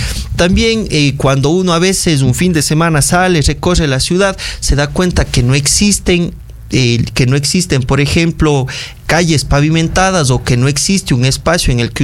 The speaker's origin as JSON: {"language": "Spanish", "town": "Azogues", "region": "Cañar", "country": "Ecuador", "said": "como miembro de esta sociedad azogueña"}